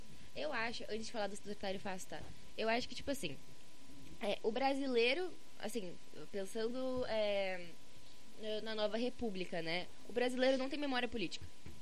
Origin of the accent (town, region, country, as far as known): Brazil